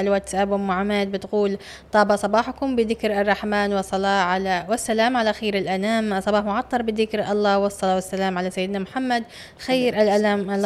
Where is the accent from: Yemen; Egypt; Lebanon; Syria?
Yemen; عندنا في اليمن،